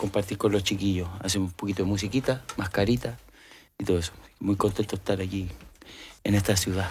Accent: Chile; directamente de Chile.

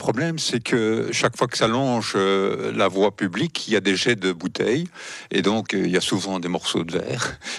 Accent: Charleroi, Wallonia, Belgium; Moi, je suis de Charleroi, où le ring vélo est en train de se mettre en place

